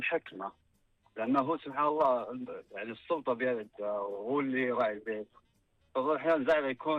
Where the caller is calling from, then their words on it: Khobar, Eastern Province, Saudi Arabia; انا من الخبر.